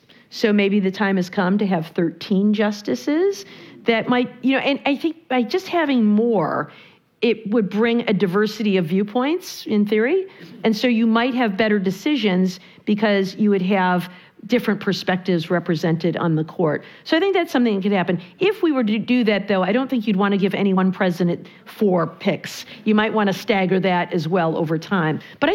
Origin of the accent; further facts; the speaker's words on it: Michigan, United States; We've done it in my home state of Michigan.